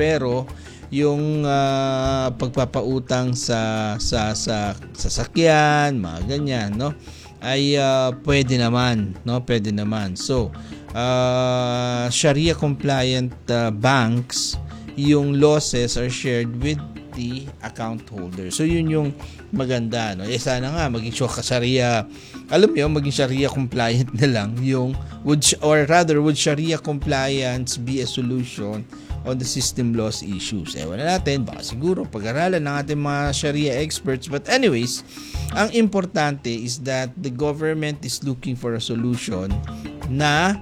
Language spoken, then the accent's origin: Tagalog; Marawi, Bangsamoro Autonomous Region in Muslim Mindanao, Philippines; sa amin sa Marawi, isa talaga yan sa talagang damang-dama namin because we are the one who generates, or yung lake namin generates electricity that powers 75% of Mindanao